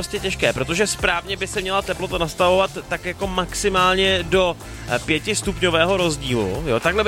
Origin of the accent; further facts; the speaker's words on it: Ostrava, Moravian-Silesian Region, Czechia; my jsme jako Ostraváci zvyklí na to, že Ostraváci v létě prchají a jiní do Ostravy přijíždějí.